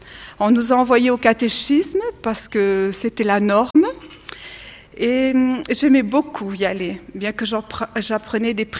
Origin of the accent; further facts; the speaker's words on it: France; Je viens de la France. J'ai été élevée dans une famille très formidable, très unie, avec des parents aimants.